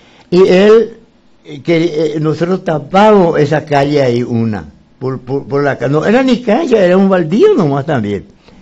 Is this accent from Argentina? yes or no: no; Asunción, Paraguay; moved away as an adult; now in Pedro Juan Caballero, Paraguay; De Asunción. Yo nací en Asunción, me crié ahí y vine a Pedro Juan.